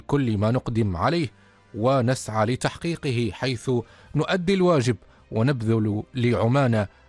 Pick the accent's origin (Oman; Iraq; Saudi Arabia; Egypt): Oman; ونضع نحن كعمانيين نصب أعيننا في كل مطلع يوم أن تظل عمان هي الغاية الأسمى